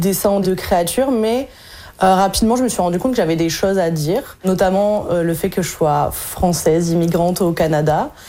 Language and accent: French; France; dès que je parle en anglais, on me grille en 2 secondes que je suis française.